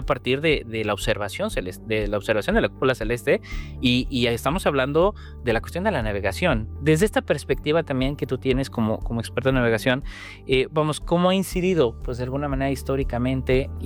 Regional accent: Mexico

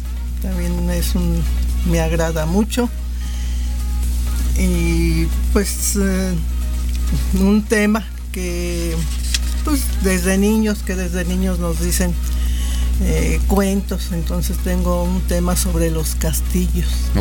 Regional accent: San Luis Potosí, Mexico; Yo soy del barrio de Tlaxcala, el primer barrio de la ciudad de San Luis Potosí.

